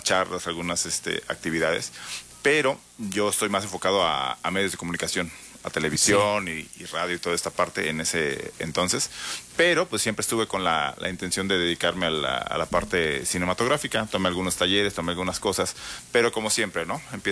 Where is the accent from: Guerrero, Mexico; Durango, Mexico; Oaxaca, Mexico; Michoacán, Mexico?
Michoacán, Mexico; yo llego a Morelia, precisamente yo soy de Europa, Michoacán.